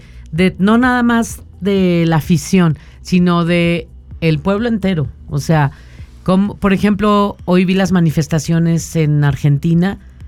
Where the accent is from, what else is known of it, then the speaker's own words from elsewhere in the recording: Mexico; los mexicanos somos una raza muy especial